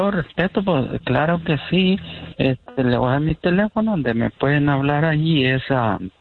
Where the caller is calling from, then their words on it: Torreón, Coahuila, Mexico; soy de acá, del estado de acá de Torreón, Coahuila.